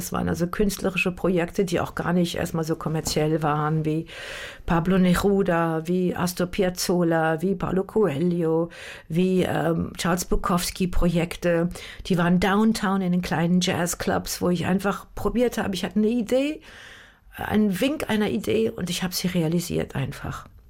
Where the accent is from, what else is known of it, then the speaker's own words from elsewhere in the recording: Germany; moved away as an adult; als Deutsche in London